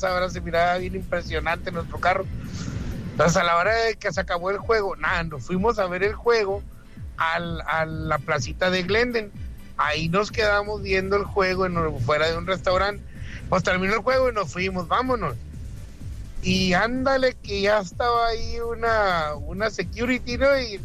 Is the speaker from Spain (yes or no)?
no; Mexico; Somos mexicanos.